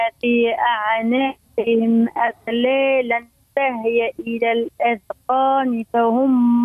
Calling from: Utique, Bizerte Governorate, Tunisia; من بوتيكا بن زرت.

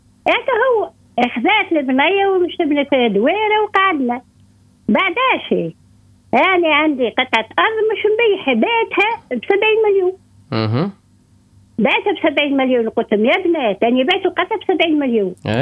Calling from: Mahdia, Mahdia Governorate, Tunisia; من المهدية.

